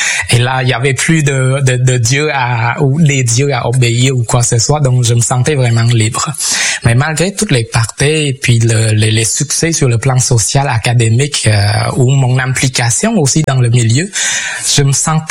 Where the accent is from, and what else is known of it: Cambodia; moved away as an adult; now in Canada